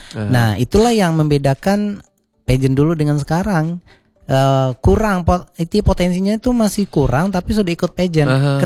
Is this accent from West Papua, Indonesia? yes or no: no; Palembang, South Sumatra, Indonesia; Salmarang kita kan dari Palembang, dari Sumatera Selatan. Akhirnya bisa ke internasional juga bawa nama Indonesia, mewakili Sumatera Selatan juga gitu kan.